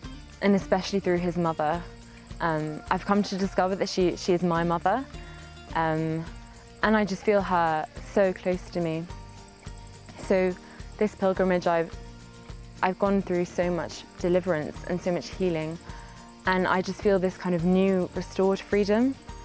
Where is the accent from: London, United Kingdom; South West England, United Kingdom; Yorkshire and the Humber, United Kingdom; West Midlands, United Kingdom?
Yorkshire and the Humber, United Kingdom; and I'm 19 years old. I'm from North Yorkshire in England, and this is my third time in Medjugorje.